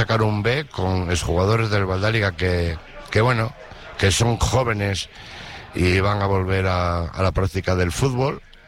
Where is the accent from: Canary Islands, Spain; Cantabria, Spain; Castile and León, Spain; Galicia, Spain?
Cantabria, Spain; Abionzo; Soy de Abionzo, ascendencia pasiega.